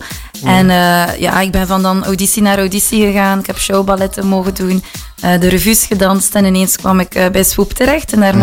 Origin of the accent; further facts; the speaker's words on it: West Flanders, Belgium; now in Deinze, Belgium; Ik woon in Deense. Ik ben afkomstig van West-Vlaanderen. De mensen kunnen dat misschien een beetje horen.